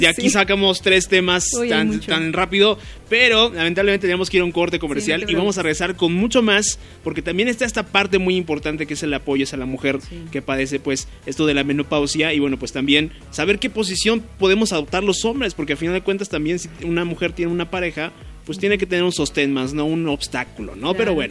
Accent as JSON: {"language": "Spanish", "country": "Mexico", "said": "a veces decimos como mexicanos"}